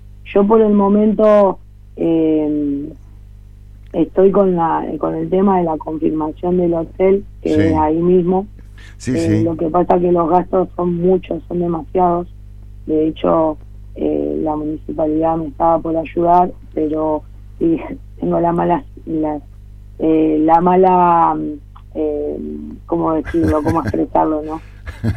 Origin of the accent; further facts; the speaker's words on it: Rosario, Santa Fe, Argentina; soy la única rosarina, la única santafesina convocada.